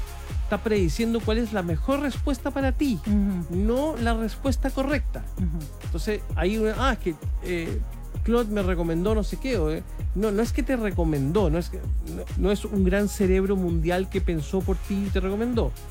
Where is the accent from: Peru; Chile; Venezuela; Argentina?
Chile